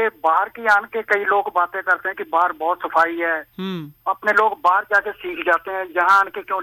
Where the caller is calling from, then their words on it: Amritsar, Punjab, India; मैं बॉर्डर का रहने वाला हूँ, अटारी बॉर्डर अमृतसर का रहने वाला हूँ, मेरे को सारा ज्यादा मेरी 71 ही उम्र हो गई है जी।